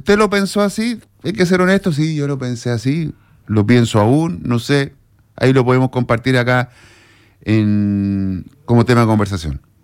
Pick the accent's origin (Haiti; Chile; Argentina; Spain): Chile; Iquique, Tarapacá; Así somos los iquiqueños.